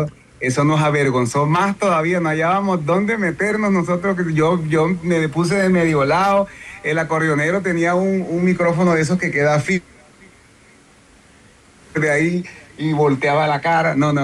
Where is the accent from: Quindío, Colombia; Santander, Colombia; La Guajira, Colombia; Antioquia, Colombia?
La Guajira, Colombia; Maicao; en mi pueblo, Maicao.